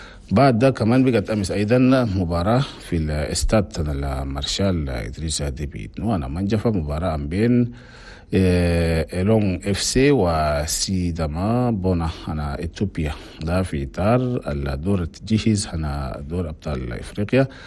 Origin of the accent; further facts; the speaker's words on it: Chad; نفس الساعة في كل الأقاليم أنا بلدنا تشاد